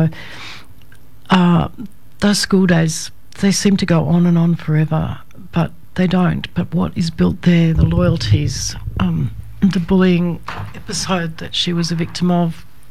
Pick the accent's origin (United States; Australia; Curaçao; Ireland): Australia; Sydney, New South Wales; now in regional Australia; I've just come back from a trip to Sydney and, wow, every time I go there, I'm from Sydney, Sydney's my hometown, I love it, I love the harbour, I love the people, you know, I'm a First Fleeter